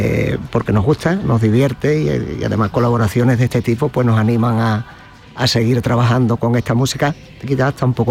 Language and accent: Spanish; Huelva, Andalusia, Spain; De aquí, de Huelva, concretamente. De Huelva.